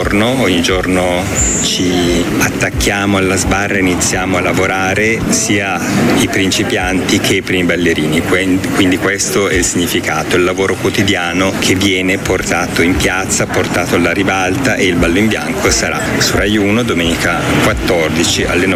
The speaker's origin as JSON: {"language": "Italian", "region": "Piedmont", "country": "Italy", "said": "Il ballo in bianco esce da Milano, arriva a Torino per la prima volta e sono felice perché sono piemontese e sono legato a questa città oramai da tanti anni"}